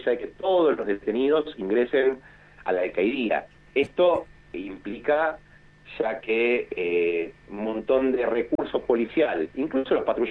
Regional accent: Bernal, Buenos Aires Province, Argentina; yo soy nacido y criado en el Triángulo de Bernal.

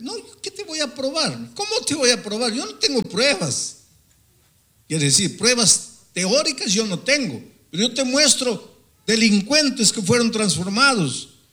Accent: Brazil; el taxista me dice, ¿de dónde vienes? De Brasil.

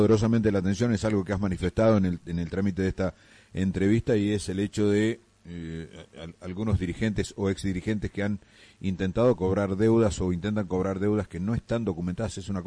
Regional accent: Argentina

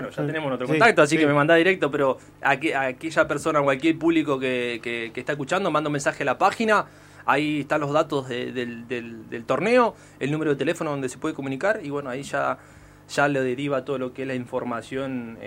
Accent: General Roca, Río Negro, Argentina; Yo soy de Roca.

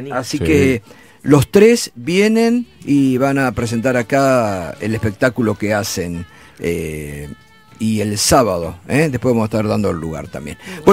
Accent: Argentina; Estas son las cosas que nos hacen falta como argentinos.

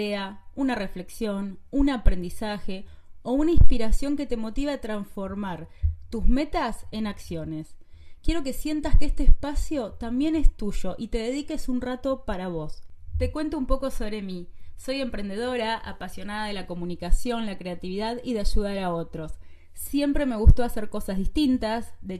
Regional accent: Argentina; argentina, y estoy muy contenta de compartir este espacio con vos, desde cualquier parte del mundo donde me estés escuchando.

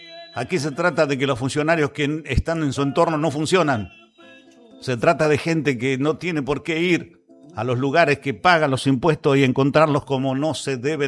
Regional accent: Bragado, Buenos Aires Province, Argentina

